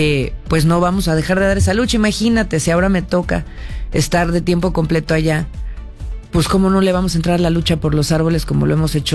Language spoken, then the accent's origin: Spanish; Querétaro, Mexico; born there; En mi caso, yo nací en Querétaro.